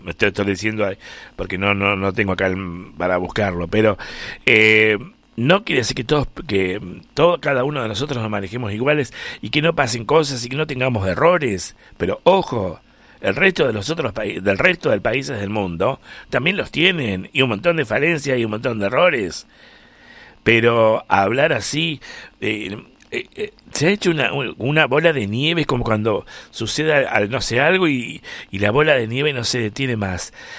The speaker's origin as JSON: {"language": "Spanish", "country": "Argentina", "said": "como argentinos que somos y que queremos nuestro país, nuestra tierra, todo lo que comprende nuestra querida República Argentina"}